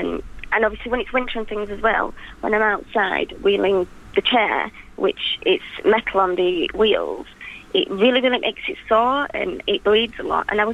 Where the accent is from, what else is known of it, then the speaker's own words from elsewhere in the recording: Yorkshire and the Humber, United Kingdom; I come from Exeter, close to Doncaster.